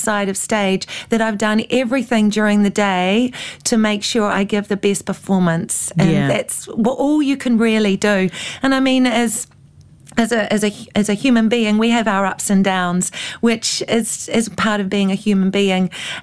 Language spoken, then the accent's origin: English; New Zealand; oh, being a Kiwi, of course we jump right in, don't we? And I just went, "Hello, Doris. … I've come all the way from New Zealand to wish you a very happy birthday.